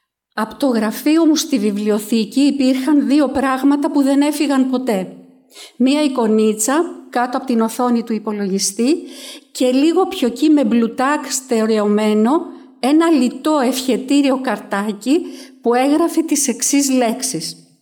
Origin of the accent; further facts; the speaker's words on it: Athens, Attica, Greece; moved away as an adult; also born or lived in Pyrgos; now in Ilia, Greece; Γεννήθηκα και μεγάλωσα στην Αθήνα. Κύριε Καραμήτρο, ο Πύργος είναι η δεύτερη πατρίδα μου και την αγαπώ πολύ. Αλλά τα τελευταία χρόνια μετακόμισα στην Ηλία, όπου και εργάζομαι.